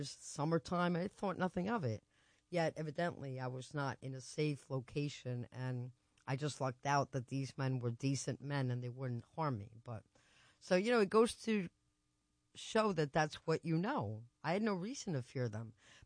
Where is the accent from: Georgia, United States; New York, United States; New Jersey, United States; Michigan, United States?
New Jersey, United States; I think I'm lost. I'm from Jersey.